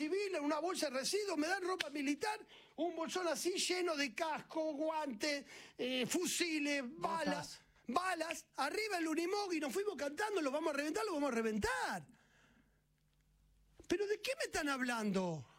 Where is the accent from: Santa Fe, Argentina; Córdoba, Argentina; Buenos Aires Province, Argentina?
Buenos Aires Province, Argentina; Ituzaingó; a las 4 de la mañana me tomo el tren en Padua, yo soy de Ituzaingó, pasaba la conexión de Padua a Moreno